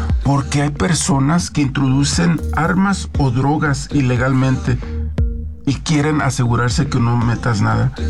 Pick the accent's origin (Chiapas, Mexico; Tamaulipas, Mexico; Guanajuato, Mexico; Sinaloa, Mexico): Guanajuato, Mexico; moved away; yo soy de Guanajuato, a los de Guanajuato les dicen momia o panzas verdes.